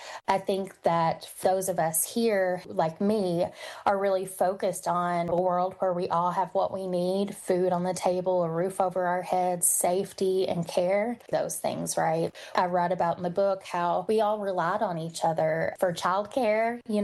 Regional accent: Appalachia, United States

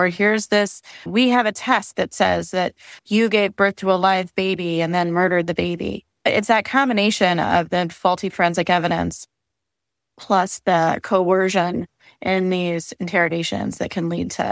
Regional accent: Indiana, United States; In my home state, Indiana, you have to be 18 years old, and that's it.

